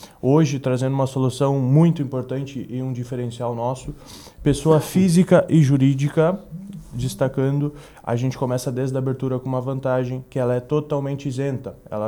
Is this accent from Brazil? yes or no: yes; Bagé, Rio Grande do Sul, Brazil; Bagense. Nascido e criado em Bagé.